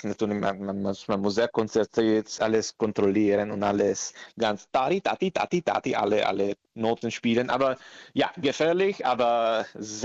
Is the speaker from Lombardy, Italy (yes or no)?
no; Parma, Emilia-Romagna, Italy; German is a second language; moved away; ich komme aus Parma